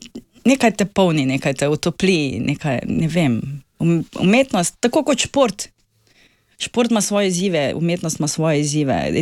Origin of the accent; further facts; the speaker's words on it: Kostanjevica na Krki, Lower Carniola, Slovenia; moved away as an adult; also born or lived in Novo Mesto; now in Styria, Slovenia; Dolenjske Benetke, Kostanjevica na Krki, osnovna šola Jožeta Gorjupa, to je bilo prvih 8 let šolanja, potem Novomeška gimnazija.